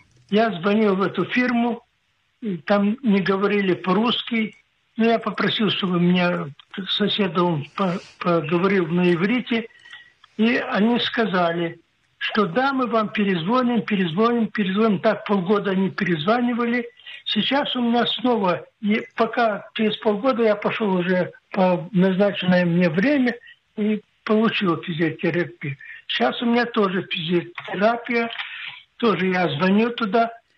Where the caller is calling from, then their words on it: Ashdod, Southern District, Israel; Я звоню из Эшдот, я тоже пережил Холокост.